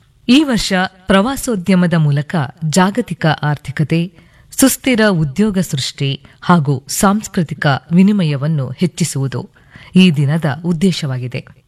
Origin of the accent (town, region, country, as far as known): Karnataka, India